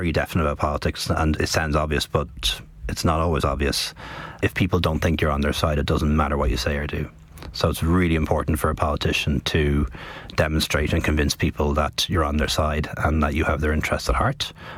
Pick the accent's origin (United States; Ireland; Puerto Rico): Ireland; Dublin, Leinster; I was the only brown kid with a funny name growing up in West Dublin at the time. It's a very different place now, I can tell you.